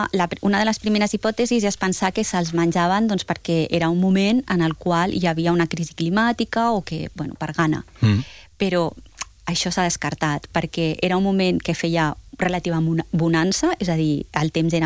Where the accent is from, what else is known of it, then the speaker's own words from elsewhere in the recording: Tarragona, Catalonia, Spain; Jo sóc de Tarragona, llavors, clar, això dels romans...